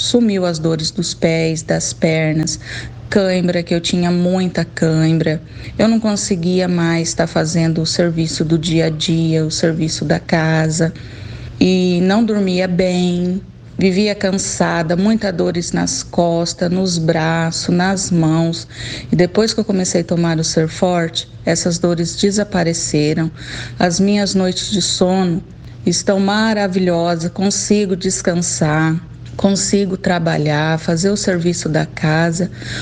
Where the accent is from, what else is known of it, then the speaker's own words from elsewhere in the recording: Bandeirantes, Paraná, Brazil; sou de Bandeirantes, moro no Jardim Primavera.